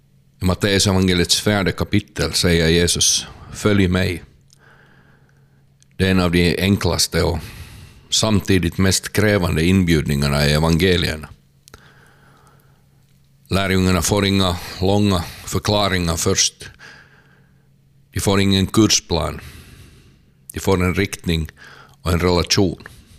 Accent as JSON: {"language": "Swedish", "town": "Kokkola", "region": "Central Ostrobothnia", "country": "Finland", "said": "och jag är från Karleby."}